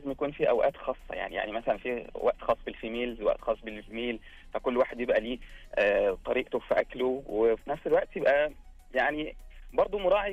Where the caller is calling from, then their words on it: Egypt; أنا طبعا مصري